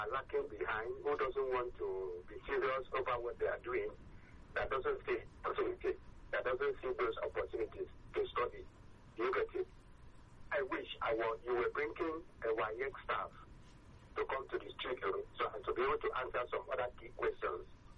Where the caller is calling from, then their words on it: Nigeria; I'm calling from Bagada.